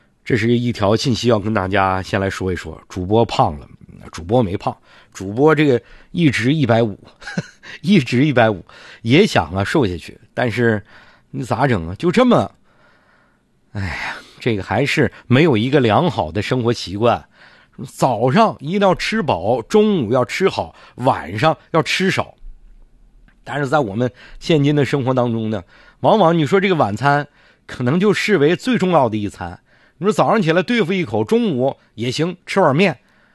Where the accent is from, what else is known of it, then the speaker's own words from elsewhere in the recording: Harbin, Heilongjiang, China; 所以这一周对于我们哈尔滨人呢